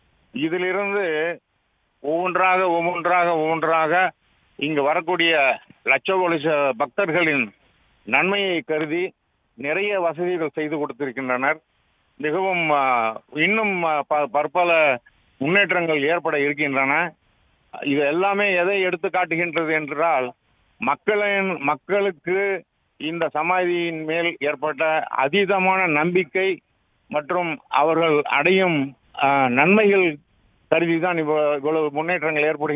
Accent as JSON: {"language": "Tamil", "town": "Salem", "region": "Tamil Nadu", "country": "India", "said": "நான் சேலத்தில் இருந்து வருகிறேன்."}